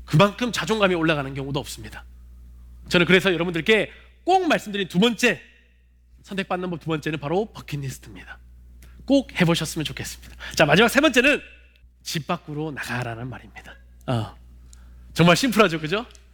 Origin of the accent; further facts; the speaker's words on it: Busan, South Korea; born there; 저는 참고로 부산시에서 태어났었습니다. 처음에는.